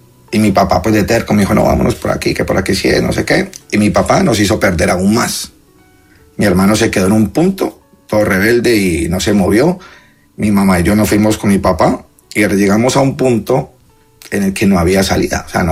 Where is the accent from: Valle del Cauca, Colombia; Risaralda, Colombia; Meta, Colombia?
Risaralda, Colombia; Pereira; now in Spain; yo soy de Pereira y, ajá, llevo aquí 25 años.